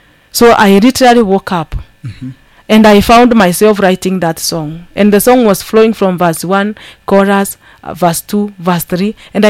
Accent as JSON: {"language": "English", "country": "Kenya", "first_language": "Kikuyu", "second_language": "English", "said": "Because if you listen to it and you are able to understand maybe my mother tongue, that is Kikuyu, you will be able to see the verses are talking about why were you created?"}